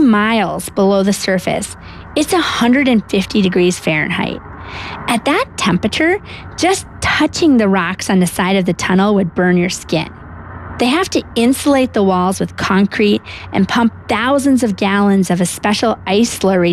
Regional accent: Alaska, United States; my home state of Alaska

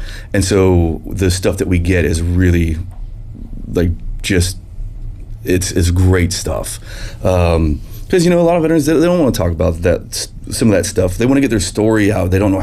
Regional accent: Colorado, United States; now in Mexico; Growing up in Colorado and like just Western culture, I got into doing rodeo.

